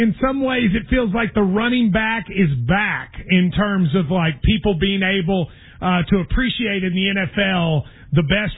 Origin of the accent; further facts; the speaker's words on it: Kentucky, United States; I'm from Kentucky.